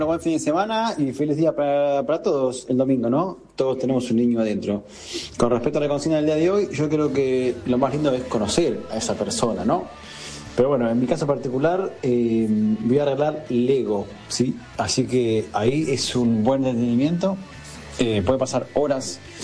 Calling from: Banfield, Buenos Aires Province, Argentina; de Banfield.

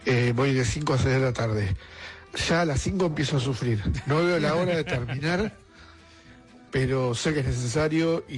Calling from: Quilmes, Buenos Aires Province, Argentina; Hola, soy de Quilmes y tengo 60 años.

